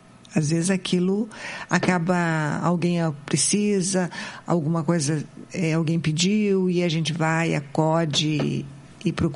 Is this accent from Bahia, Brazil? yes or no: no; Londrina, Paraná, Brazil; Eu sou um legítimo pé vermelho. Eu sou nascida e criada em Londrina.